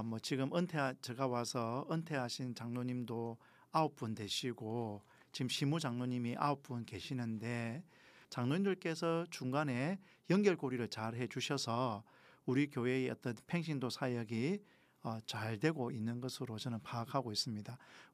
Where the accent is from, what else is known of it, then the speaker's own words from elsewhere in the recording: Goseong, South Gyeongsang, South Korea; also born or lived in New Zealand; now in Gyeongju, South Korea; 경주가 고향이 아닙니다. 경남 고성이 저의 고향입니다.